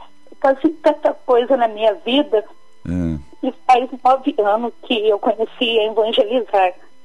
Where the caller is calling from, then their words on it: Mauá da Serra, Paraná, Brazil; De Mauá da Serra, Paraná.